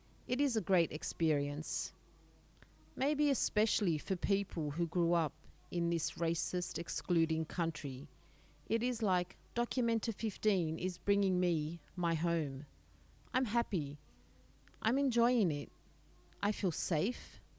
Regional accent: Germany; I was never, as I grew up in Germany, and as I am, not white enough. I'll never be accepted as German, actually.

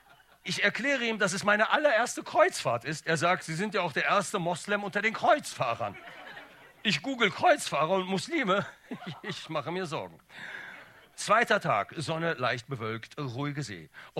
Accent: Bonn, North Rhine-Westphalia, Germany; Ich komme ja aus Bonn und bin ein Ghetto-Kind, zick der Land.

